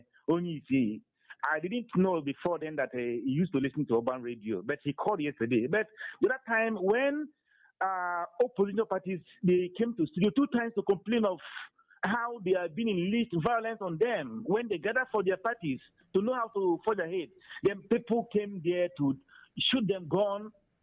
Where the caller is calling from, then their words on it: Emene, Enugu State, Nigeria; Yes, I'm calling you from Emene.